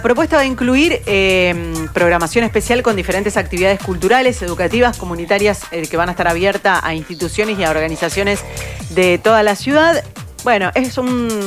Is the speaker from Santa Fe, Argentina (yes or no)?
yes; Villa Constitución, Santa Fe, Argentina; No, yo no soy de Rosario.